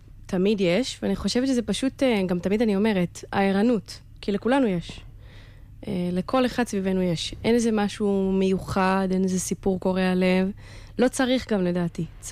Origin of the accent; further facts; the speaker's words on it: Jerusalem, Jerusalem District, Israel; born there; also born or lived in Kibbutz Gevim; אני בת 28, אני במקור מירושלים, אבל לפני שגרתי בירושלים, גרתי בקיבוץ גבים בעוטף עזה